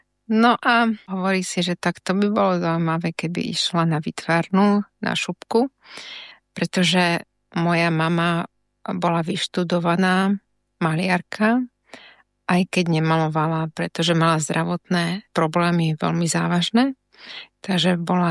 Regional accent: Bratislava, Bratislava Region, Slovakia; born there; narodila som sa v Bratislave. Aj moji rodičia pochádzajú z Bratislavy.

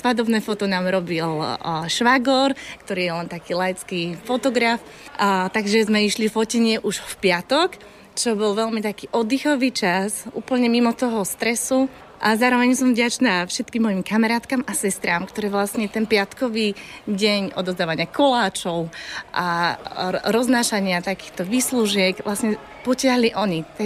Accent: Konská, Žilina Region, Slovakia; Našim domovom vlastne bol môj internát, domácnosť vo Varíne, domácnosť v Konskej, odkiaľ pochádzam.

